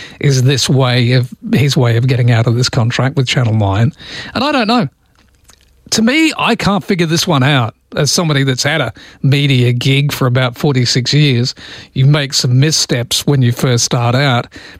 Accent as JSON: {"language": "English", "region": "England", "country": "United Kingdom", "moved": "yes", "lives_now": "Australia", "said": "being English"}